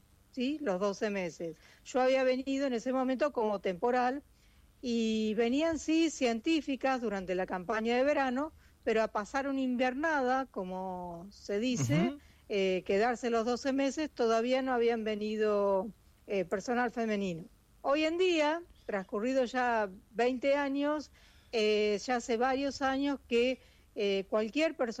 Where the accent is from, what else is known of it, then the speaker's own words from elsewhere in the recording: 25 de Mayo, Buenos Aires Province, Argentina; now in Tandil, Argentina; Soy de la ciudad de 25 de Mayo, también muy cerca de Tandil, del centro de la provincia de Buenos Aires.